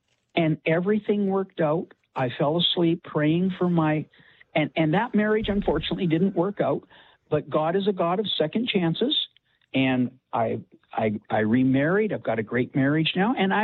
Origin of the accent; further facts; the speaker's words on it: Canada; I'm from Canada.